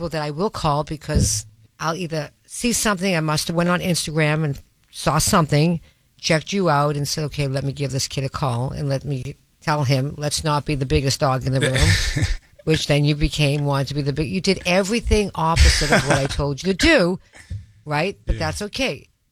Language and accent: English; Newton, United States; growing up in Newton